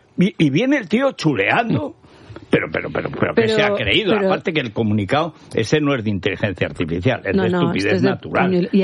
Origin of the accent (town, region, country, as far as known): Teruel, Aragon, Spain